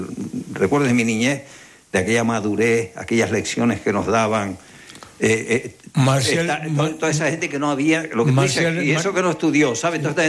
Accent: Guatiza, Canary Islands, Spain; e iba a Lanzarote, a Guatiza, mi pueblo natal.

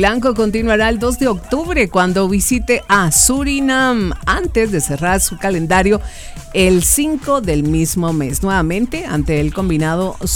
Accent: Guatemala; como guatemaltecos, tenemos que mandarles buena vibra a los patojos

